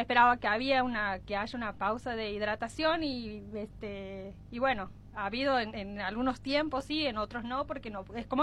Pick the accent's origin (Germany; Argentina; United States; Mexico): Argentina